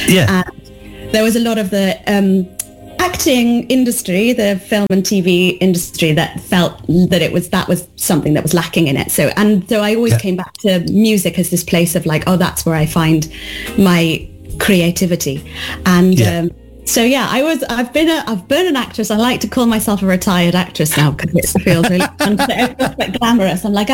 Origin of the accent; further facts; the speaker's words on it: Wales, United Kingdom; I grew up in West Wales. I grew up in a beautiful tiny little village